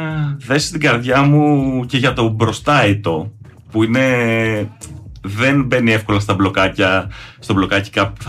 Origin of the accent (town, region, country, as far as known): Ithaca, Ionian Islands, Greece; also born or lived in Astakos